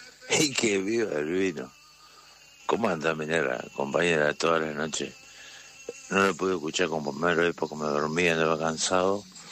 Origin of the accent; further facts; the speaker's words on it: Fray Bentos, Río Negro, Uruguay; el uruguayo, de Río Negro, Fray Bento acá, cruzando el puente Gualeguaychú.